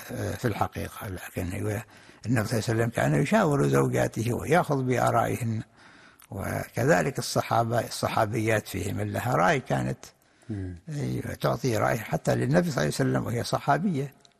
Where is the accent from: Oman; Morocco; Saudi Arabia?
Oman; وكم هنا عندنا في عمان حقيقة كم من نساء نسمع عنهن